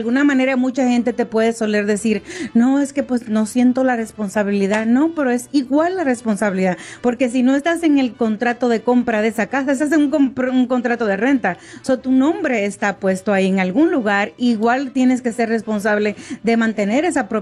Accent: Dominican Republic; now in Arizona, United States; pues llegué directamente a Arizona. ¿O siempre ha vivido aquí? Siempre he vivido. Wow. Yo no soy la dominicana que típica que viene a Nueva York.

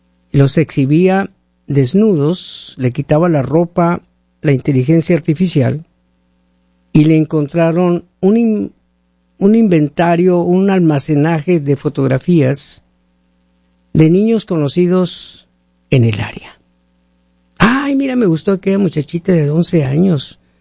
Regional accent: Mexico; moved away; Yo soy de México, y yo empecé en la música cuando tenía 13, 14 años ya, ¿no? ¿Y qué crees? No sabíamos nada de inglés

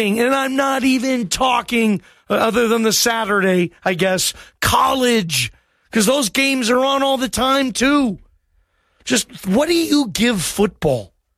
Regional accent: Washington, United States; I'm from Seattle, if you don't listen very often. I'm from that area. I actually grew up, my parents' house where I grew up is, like, I could walk to that facility you see, and it would probably take me 20, 30 minutes to walk to the building. That's how close I grew up.

